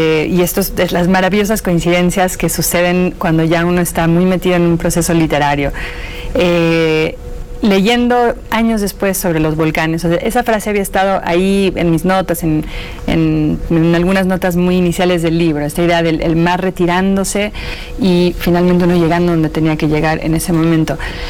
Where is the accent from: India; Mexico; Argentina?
Mexico; now in United States; Yo llevo muchos años pensando en las fronteras, y siendo mexicana en Estados Unidos no puedo no pensar en la frontera constantemente.